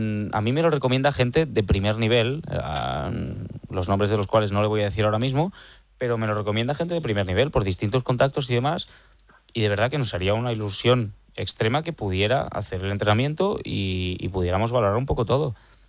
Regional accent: Catalonia, Spain; now in Madrid, Spain; Sí, conec molt bé Martorell. És que jo també soc català.

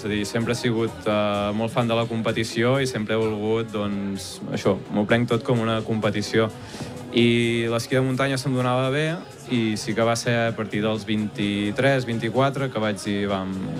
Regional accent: Banyoles, Catalonia, Spain; Jo sóc de Banyoles, sí.

